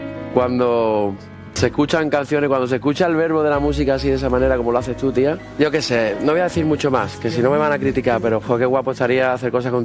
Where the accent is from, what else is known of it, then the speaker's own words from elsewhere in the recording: Málaga, Andalusia, Spain; somos de Málaga los dos.